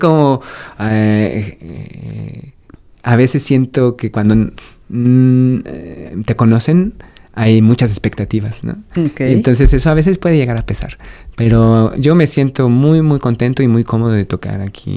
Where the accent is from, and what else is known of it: Mexico